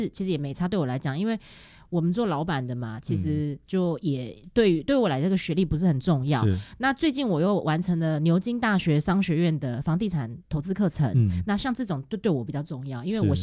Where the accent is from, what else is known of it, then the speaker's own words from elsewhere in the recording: United Kingdom; 房产的收入就跟一般我们英国人的收入是一样